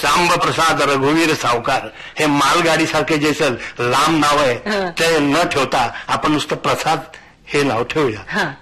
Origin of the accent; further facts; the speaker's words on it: Vadodara, Gujarat, India; born there; माझा जन्म नाटक कंपनीच्या परिसरातच झाला. आमच्या वडिलांची रंगदेवता नाट्य मंदिर या नावाची एक नाट्य संस्था होती. ती गुजरातमध्ये बडोदा शहरात दौऱ्यासाठी गेली होती. तिथं माझा जन्म झाला. तेव्हा गुजरात हे मी माझी जन्मभूमी समजतो.